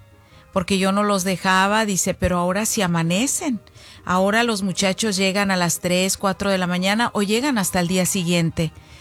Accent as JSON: {"language": "Spanish", "town": "Zacualco de Torres", "region": "Jalisco", "country": "Mexico", "tie": "born or raised there", "moved": "yes", "said": "de allá de mi pueblo, oiga, de Zacualco de Torres, Jalisco."}